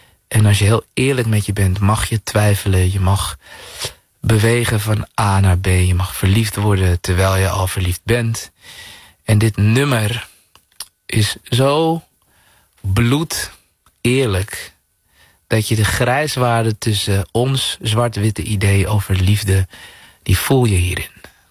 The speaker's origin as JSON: {"language": "Dutch", "town": "Zaandam", "region": "North Holland", "country": "Netherlands", "said": "de plek waar ik vandaan kwam, Zaandam, was niet de meest heilige plek."}